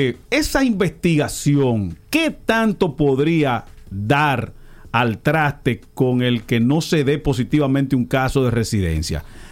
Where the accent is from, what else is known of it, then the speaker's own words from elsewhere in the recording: Dominican Republic; eso no somos los dominicanos.